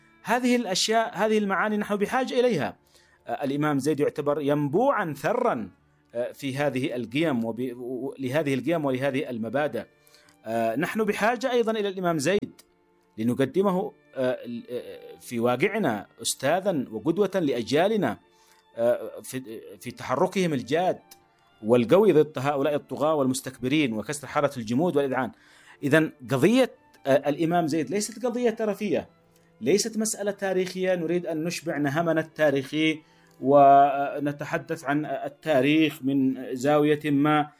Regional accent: Yemen; نحن نرى اليوم من خلال مظلوميتنا وما نعانيه كيمنيين

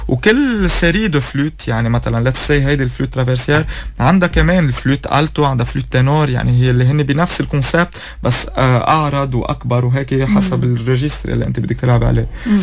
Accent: Lebanon; عم اسمعنا كلبنانية

